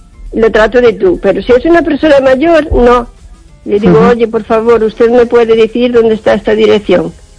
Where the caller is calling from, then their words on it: O Carballiño, Galicia, Spain; de Carballiño.